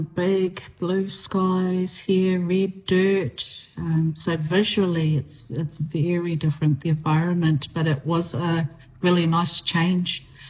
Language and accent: English; Mangere, Auckland, New Zealand; also born or lived in Northland; I am from Northland, the Northland region of New Zealand, Aotearoa. I was born in Māngere in Auckland, and I grew up there in the 80s, in the 1990s.